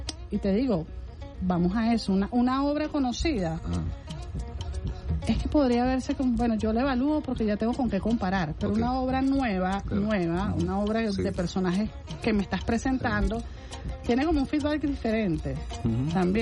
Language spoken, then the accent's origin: Spanish; Venezuela; los venezolanos somos muy orgullosos en el buen sentido de la expresión